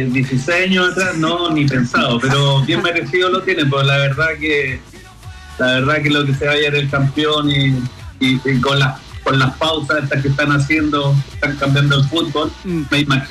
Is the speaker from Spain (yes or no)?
no; Chile; La verdad que es demasiado bueno para sentirse orgulloso como chileno, pues la verdad que no, sin clasificar un mundial con nuestra selección, están yendo ellos.